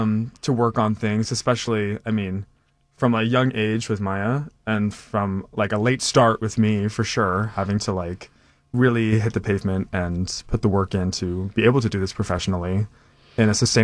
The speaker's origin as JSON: {"language": "English", "region": "California", "country": "United States", "also_born_or_lived": "Alabama", "moved": "as an adult", "said": "I'm from Southern California."}